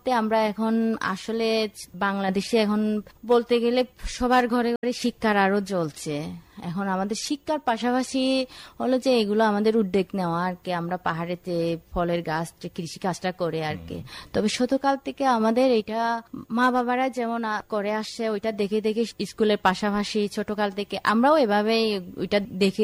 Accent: Chittagong Hill Tracts, Bangladesh; Bangla is a second language; আমরা তো মানে সিদ্ধ জাতীয় বেশি খাই আর কি চাকমারা।

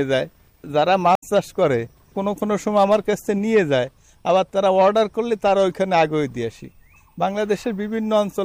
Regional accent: Bagerhat, Khulna Division, Bangladesh; আমাদের বাড়ি হলো বাগেরহাট ফকিরহাট উপজেলা বাহিরদিয়া গ্রাম।

